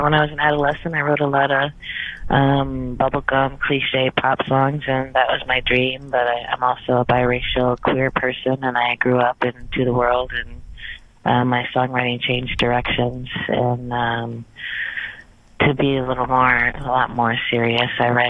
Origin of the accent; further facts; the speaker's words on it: Wisconsin, United States; also born or lived in Boston; now in Easthampton, United States; I moved to Boston first from Wisconsin, where I grew up